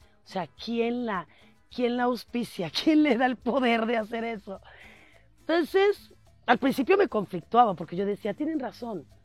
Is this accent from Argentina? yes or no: no; Mexico; todo reconocimiento te permite darte cuenta como mexicano que, porque a veces perdemos eso, perdemos esa, la conciencia de que estamos en un gran país con una diversidad impresionante en todos los sentidos, y a veces como mexicano nosotros no lo valoramos.